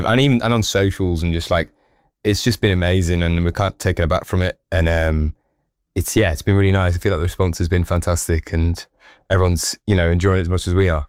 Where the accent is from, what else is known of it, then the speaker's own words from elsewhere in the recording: Nottingham, East Midlands, United Kingdom; moved away as an adult; Well, I'm originally from Nottingham. I kind of grew up in Notts and like playing venues in Notts, but I've lived away for a little bit now.